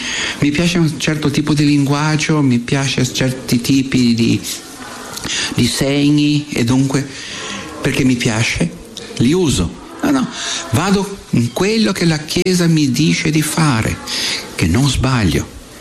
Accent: Brazil; Io vengo dal Brasile e ne abbiamo giù, no?

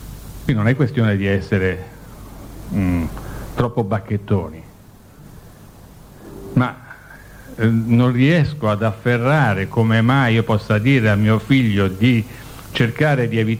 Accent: Milan, Lombardy, Italy; nel luogo dal quale vengo, da Milano o da qualunque altro centro

